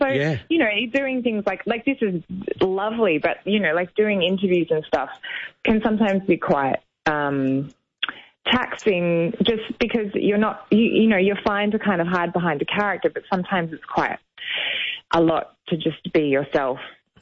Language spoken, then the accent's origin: English; Sydney, New South Wales, Australia; also born or lived in Paris, France / Switzerland; I grew up on the North Shore in Sydney